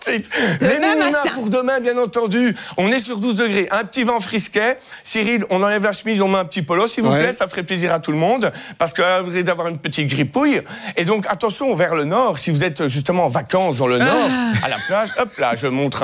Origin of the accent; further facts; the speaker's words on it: Belgium; On est belge, on aime la Belgique.